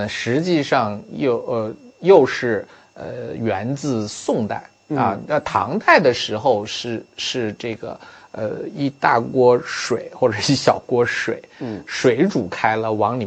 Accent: China; 我们中国人

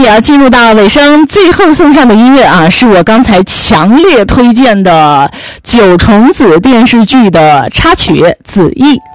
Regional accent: Shanxi, China; accent: Shanxi dialect; 我们山西话叫硕啊

